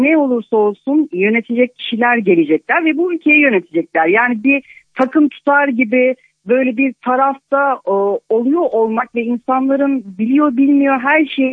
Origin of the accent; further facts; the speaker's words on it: Kars, Turkey; Şöyle biz aynı zamanda sizinle hemşeriyiz de ben de Karslıyım.